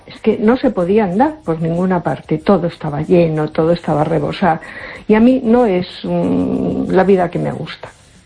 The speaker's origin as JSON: {"language": "Spanish", "town": "A Coruña", "region": "Galicia", "country": "Spain"}